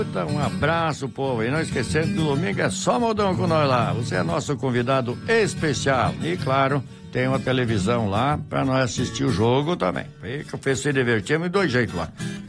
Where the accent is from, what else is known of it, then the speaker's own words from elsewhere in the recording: Marcelino Ramos, Rio Grande do Sul, Brazil; pessoal lá de Marcelino Ramos, diz que calma de mês, sintoniza nós lá também. Agradecer a você lá na minha terra. Eita, só resta saudade da terra, da infância da gente